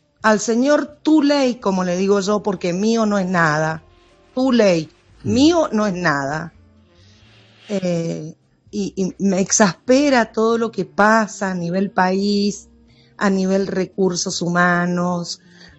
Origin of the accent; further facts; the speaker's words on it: Mendoza, Argentina; Como argentina te lo digo, ¿eh? Como argentina, no, no como mendocina, como argentina.